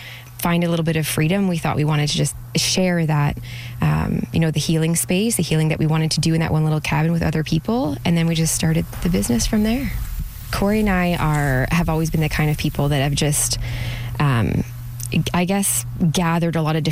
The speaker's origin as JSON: {"language": "English", "region": "Ontario", "country": "Canada", "lives_now": "New Brunswick, Canada", "said": "We're francophone aussi, and we're Indigenous from Ontario. So we just love the culture here."}